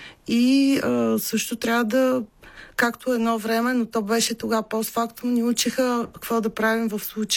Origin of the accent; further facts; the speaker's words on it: Svishtov, Veliko Tarnovo Province, Bulgaria; born there; Аз съм от Свищов